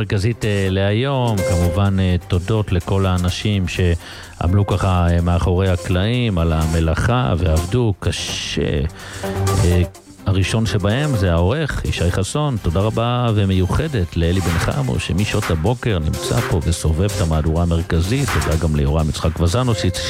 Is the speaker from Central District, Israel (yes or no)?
no; Jerusalem, Jerusalem District, Israel; first language Yiddish; ולכו תסבירו לו שאנחנו גדלנו בירושלים בכלל בחיידר שדיברנו רק יידיש